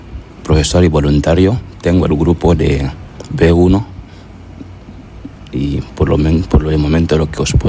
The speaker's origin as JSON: {"language": "Spanish", "country": "Equatorial Guinea", "moved": "yes", "lives_now": "Murcia, Spain"}